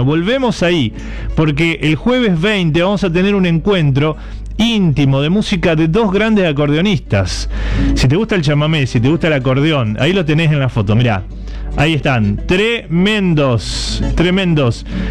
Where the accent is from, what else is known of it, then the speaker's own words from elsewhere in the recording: Sanford, Santa Fe, Argentina; now in Casilda, Argentina; a toda la gente de Sanford, mi pueblo natal